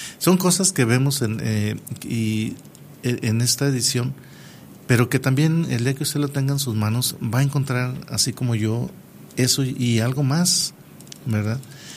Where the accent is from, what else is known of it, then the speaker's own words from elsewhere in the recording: Tayoltita, Durango, Mexico; Y el concierto de verano a mí me mandó a mi pasado, la verdad, de mi infancia, que fue en Tayoltita, con un clima excepcional en Tayoltita, y entre los árboles de mango y los frutales y tanta vegetación que hay en Tayoltita.